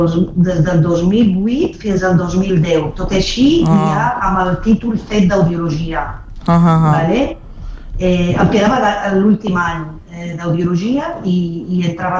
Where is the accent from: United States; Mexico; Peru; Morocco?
Morocco; first language Arabic; Catalan is a second language; moved away as an adult; now in Catalonia, Spain; he vingut del Marroc parlant àrab i francès, perquè estudiem tota la vida en francès, bilingüe